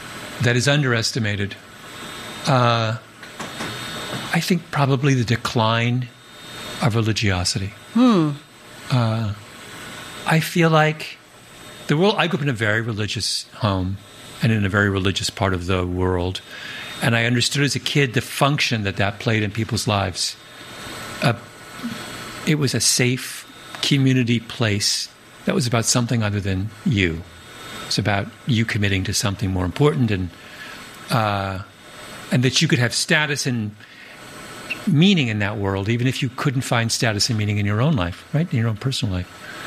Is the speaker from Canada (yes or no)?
yes; Canada; moved away as an adult; also born or lived in England / Jamaica (mother's family); now in United States; England, where I was born. Canada, where I largely grew up.